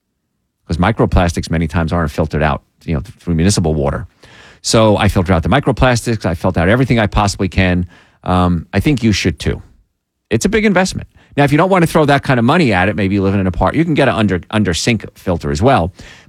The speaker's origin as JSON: {"language": "English", "region": "Louisiana", "country": "United States", "tie": "born or raised there", "said": "I grew up in Cancer Alley. Right. It was called Cancer Alley because so many people had cancer."}